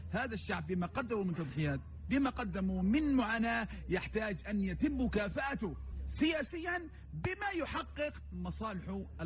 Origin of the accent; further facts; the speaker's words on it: Gaza Strip, Palestine; نحن كمواطنين فلسطينيين